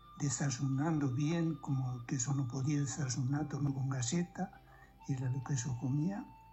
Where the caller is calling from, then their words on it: Tacuarembó, Uruguay; Señor, soy de aquí de Tacuarembó.